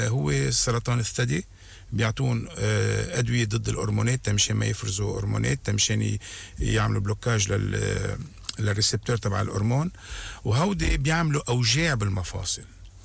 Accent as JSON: {"language": "Arabic", "country": "Lebanon", "said": "عندنا بلبنان"}